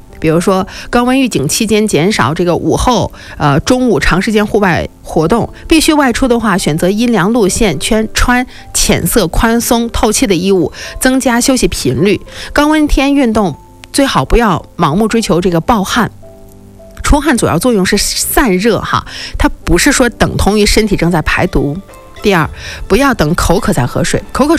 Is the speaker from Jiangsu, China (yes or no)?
no; Inner Mongolia, China; born or raised there